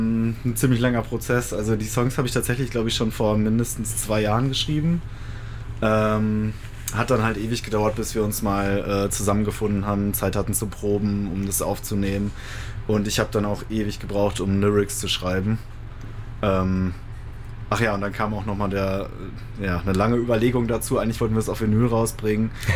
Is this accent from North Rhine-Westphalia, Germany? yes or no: yes; North Rhine-Westphalia, Germany; also born or lived in Paderborn; now in Cologne, Germany; Ich komme tatsächlich aus dem Sauerland. Genau, da bin ich aufgewachsen, habe dann eine Zeit lang in Paderborn gewohnt und bin vor mittlerweile fast 10 Jahren nach Köln gezogen.